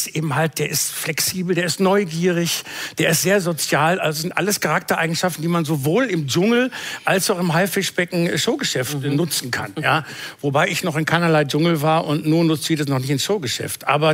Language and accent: German; Bielefeld, North Rhine-Westphalia, Germany; in meiner Heimatstadt Bielefeld